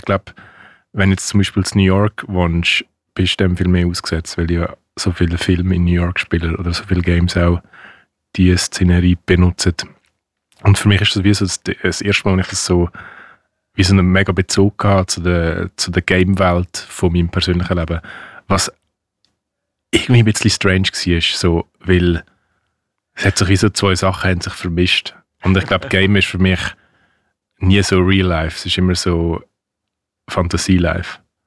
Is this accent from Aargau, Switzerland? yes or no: yes; Aargau, Switzerland; es ist halt recht verwandt mit dem Gebiet, wo ich aufgewachsen bin, im Fricktal.